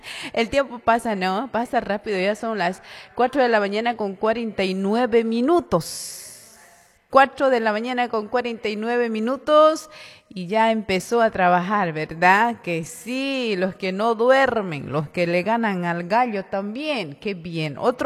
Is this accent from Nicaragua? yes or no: no; Bolivia